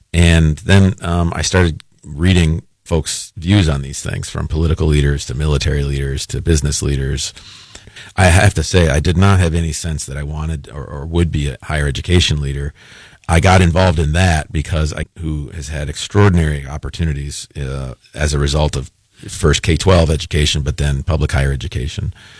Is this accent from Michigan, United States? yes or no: yes; Kalamazoo, Michigan, United States; born there; My mom grew up in Southwest Michigan in Battle Creek. I was born in Kalamazoo.